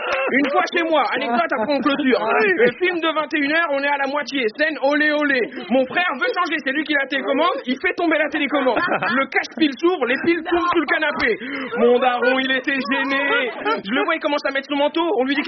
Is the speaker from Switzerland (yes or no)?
no; Algeria; Moi je suis algérien, vous êtes tunisienne.